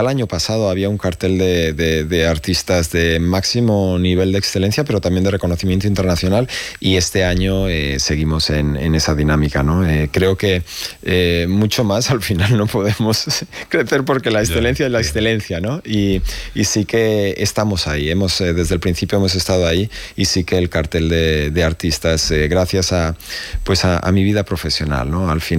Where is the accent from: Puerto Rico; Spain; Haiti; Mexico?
Spain; La Rioja; qué orgullo como riojano